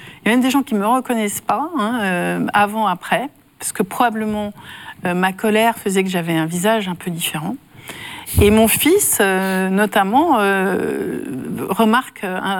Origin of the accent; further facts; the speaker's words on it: Nancy, Grand Est, France; Et puis toute cette société bourgeoise qui, à Nancy, ma ville natale, qui prétendait être catholique